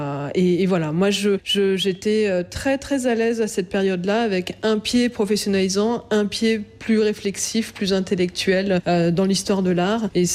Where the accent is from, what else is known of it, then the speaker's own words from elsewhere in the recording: Brussels, Brussels-Capital Region, Belgium; moved away as an adult; J'ai grandi à Bruxelles, j'ai passé mon bac au lycée français, mais j'ai commencé mes études à Paris.